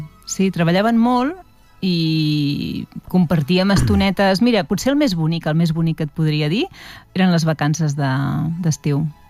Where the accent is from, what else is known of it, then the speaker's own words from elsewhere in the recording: Vilafranca del Penedès, Catalonia, Spain; moved away as an adult; also born or lived in Barcelona; és el meu poble, és a dir, jo em sento més vilafranquina que res, no? Jo veig les vinyes i ja em sento casa. Sí, sí, i allà vaig passar la infància fins als 18 anys, que vaig tornar a Barcelona per estudiar.